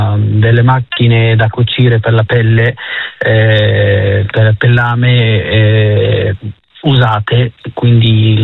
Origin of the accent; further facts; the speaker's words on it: Egypt; moved away as an adult; also born or lived in United States; now in Italy; io ho vissuto in Egitto fino all'età di 21 anni